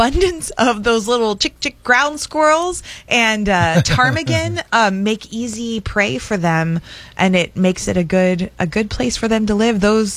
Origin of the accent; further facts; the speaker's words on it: Ohio, United States; now in Nome, United States; I grew up with those in Ohio.